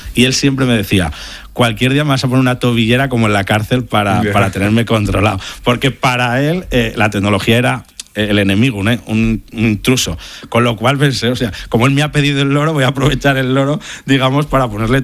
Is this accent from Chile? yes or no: no; Zaragoza, Aragon, Spain; now in Siche, Spain; yo en la mía, en Siche, somos de Zaragoza, pero vivimos ahí